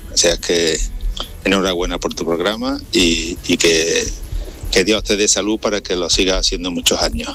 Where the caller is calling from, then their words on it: Córdoba, Andalusia, Spain; de Córdoba.